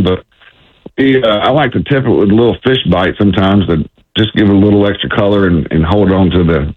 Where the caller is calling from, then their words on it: Panama City Beach, Florida, United States; I am calling from Panama City Beach this morning.